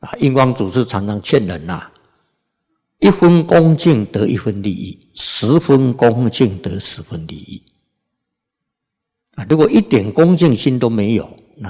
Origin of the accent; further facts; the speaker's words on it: China; 我们中国人啊，近代的中国人